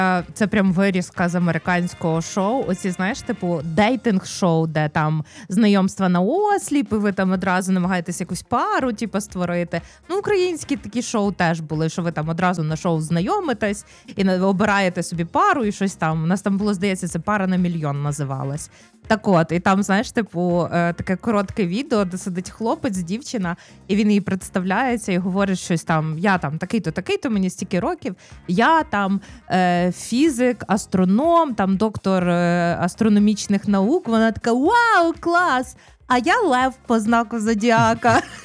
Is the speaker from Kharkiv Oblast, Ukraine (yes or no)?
no; Kyiv, Ukraine; як кияни, знаєш, це, щоб не плакати, ми сміялись